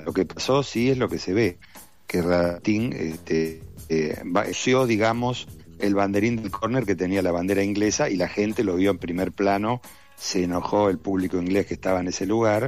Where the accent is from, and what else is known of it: Argentina